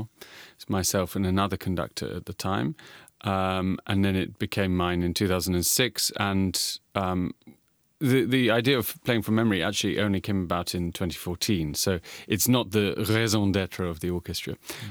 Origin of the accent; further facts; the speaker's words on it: England, United Kingdom; I mean, I'm English, I come from England.